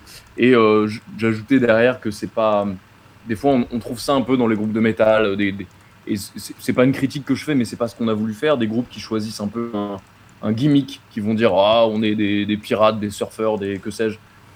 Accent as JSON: {"language": "French", "town": "Paris", "region": "Île-de-France", "country": "France", "said": "on est parisien."}